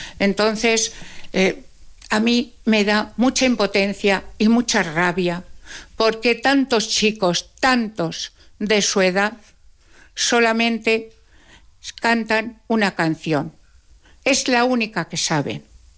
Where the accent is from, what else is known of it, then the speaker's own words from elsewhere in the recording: La Puebla de Almoradiel, Castilla-La Mancha, Spain; born there; venir a la Puebla, donde yo tengo una casa Yo nací en la Puebla de Almoradiel.